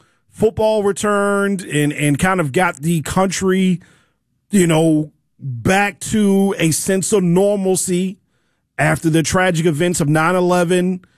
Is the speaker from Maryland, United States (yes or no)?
yes; Maryland, United States; moved away; I grew up in Maryland, but my dad grew up in New York before he moved to Maryland.